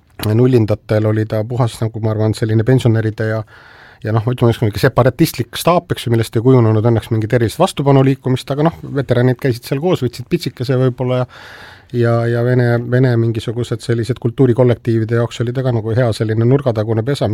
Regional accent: Saare County, Estonia; Viktor Kingissepp, eks ju, nii-öelda minu kodusaarelt pärit, eks ju, selline erakordselt ebaõnnestunud monument, mille Saaremaa kommunistid paigutasid veel 87. aastal vist.

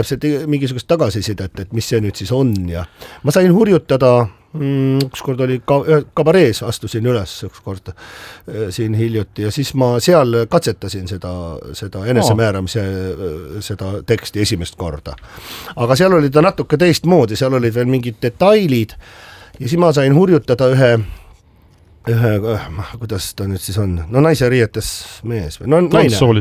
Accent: Tallinn, Harju County, Estonia; born there; naaber sünnipäraselt, et ma olen ju seal Hiiu pubi vastas on Lillepoekane, roheline maja, see on minu sünnikodu seal.

